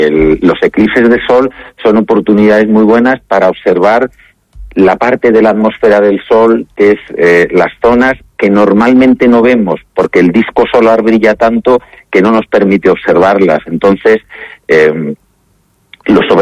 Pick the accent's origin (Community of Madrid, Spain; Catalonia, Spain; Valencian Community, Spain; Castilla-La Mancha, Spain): Community of Madrid, Spain; Madrid; born there; also born or lived in Pedrosa de Río Úrbel; now in Andalusia, Spain; voy allí por raíces familiares, tanto mi padre como mi madre nacieron allí y aunque, bueno, yo ya nací en Madrid